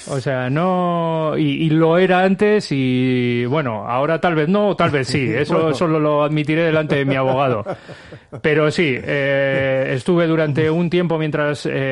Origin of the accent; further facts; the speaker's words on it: Santurtzi, Basque Country, Spain; Y yo estoy orgulloso, ¿no?, orgullosísimo, y reivindico mi procedencia, porque yo soy de Santurchi, pero por encima de eso soy de Cabieces.